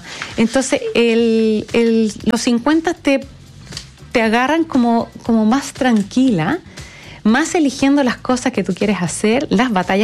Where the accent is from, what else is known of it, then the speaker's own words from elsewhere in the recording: Valdivia, Los Ríos, Chile; born there; en Valdivia, que es mi ciudad, yo nací en Valdivia, mi familia es de allá